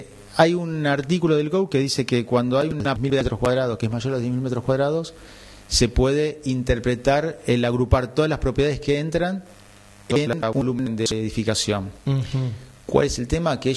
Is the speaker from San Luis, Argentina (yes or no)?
no; Boulogne Sur Mer, Buenos Aires Province, Argentina; nosotros somos de Boulogne